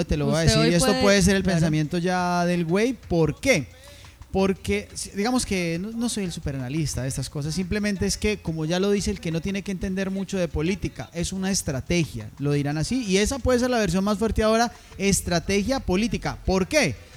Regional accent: Colombia; nosotros como colombianos

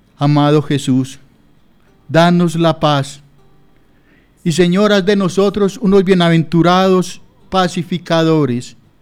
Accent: Colombia; muchos colombianos nos dejamos llevar

